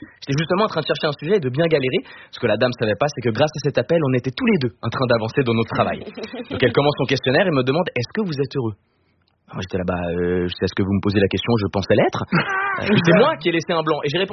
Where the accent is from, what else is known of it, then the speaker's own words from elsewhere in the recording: Switzerland; Bon, moi je peux pas, je suis suisse.